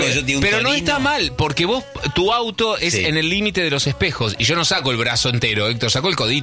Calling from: Boulogne, Buenos Aires Province, Argentina; Sí. Yo no siento que los argentinos seamos agrandados.

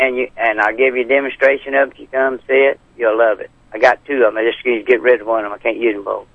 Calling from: Franklin, Missouri, United States; Franklin, Missouri.

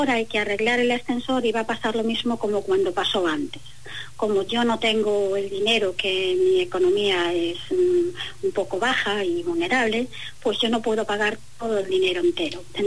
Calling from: Galicia, Spain; yo soy una persona gallega, resido en la calle Santa Eulalia

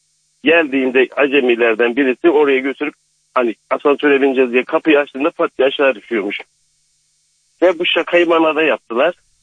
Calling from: Istanbul, Turkey; ben İstanbul'dan arıyorum.

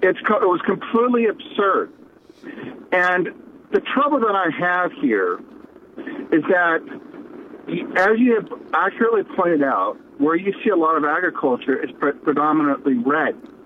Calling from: California, United States; I'm from California

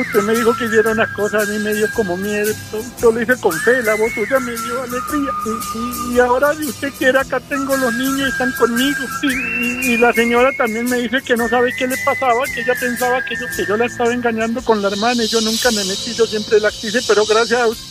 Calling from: United States; Le estoy llamando de Estados Unidos.

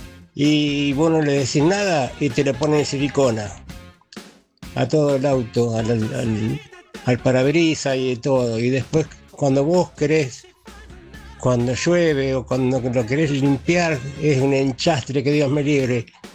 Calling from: Mercedes, Buenos Aires Province, Argentina; de acá de Mercedes

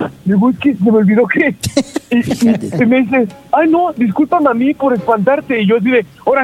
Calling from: Iztapalapa, Mexico City, Mexico; Aquí andamos de Iztapalapa.

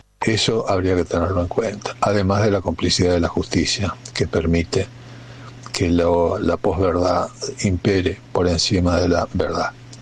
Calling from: Spain; de España.

